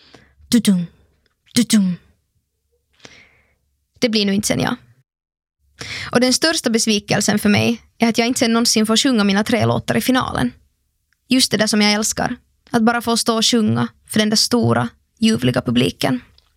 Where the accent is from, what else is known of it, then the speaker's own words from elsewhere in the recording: Finland; also born or lived in London; Däremellan gör jag mitt bästa för att höras med familjen hemma i Finland, så mycket som det bara är möjligt.